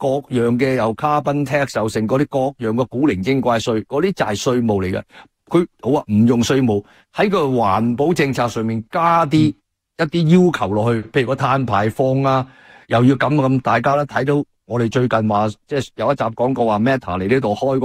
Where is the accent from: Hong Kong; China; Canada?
Canada; 我哋加拿大人咧坐凳牛批只脚都唔使都叹过世嘅。